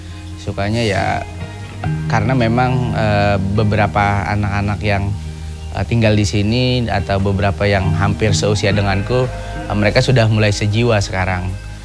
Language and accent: Indonesian; Bekasi, West Java, Indonesia; born there; kita sudah terlanjur lahir di Bantar Gebang